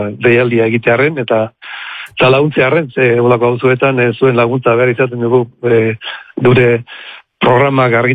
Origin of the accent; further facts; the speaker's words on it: Arribe, Navarre, Spain; born there; now in Legazpi, Spain; Bueno, ni izatez naparra naiz, arrimen jaio nintzen ni.